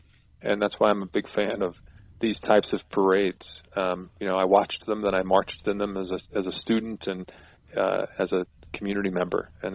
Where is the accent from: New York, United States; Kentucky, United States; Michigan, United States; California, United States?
New York, United States; I grew up on Long Island and in New York, and we had a little small town